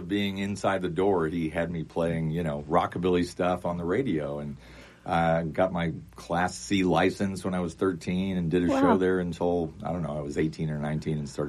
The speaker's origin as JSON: {"language": "English", "town": "Columbia", "region": "Missouri", "country": "United States", "tie": "born or raised there", "said": "in Columbia, Missouri. That's my hometown."}